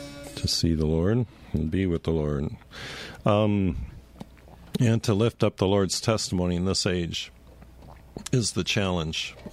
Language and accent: English; Wellington, Ohio, United States; I'm from Wellington, Ohio, which is south of here, about 7 or 8 miles, 9 miles.